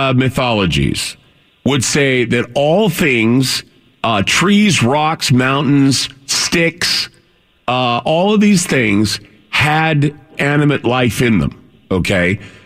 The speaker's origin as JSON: {"language": "English", "region": "Utah", "country": "United States", "tie": "born or raised there", "said": "There was a tree when I grew up in Utah, there was a tree where it was on this street"}